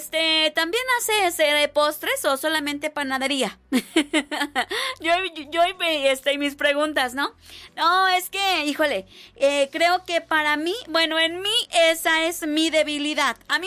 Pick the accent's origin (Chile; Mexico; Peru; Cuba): Mexico; ¡Todos somos mexicanos, orgullosos de, pues, de este hermoso territorio